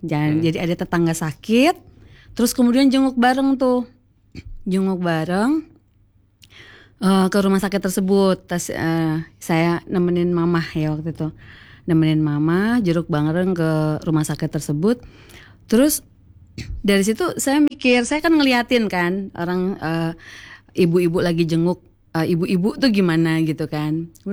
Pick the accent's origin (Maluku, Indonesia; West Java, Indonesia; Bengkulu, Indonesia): West Java, Indonesia